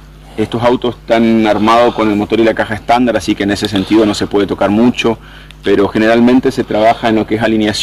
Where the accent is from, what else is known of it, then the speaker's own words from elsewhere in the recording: Jardín América, Misiones, Argentina; La primera vez que corro en mi tierra, en mi casa, en mi Jardín América.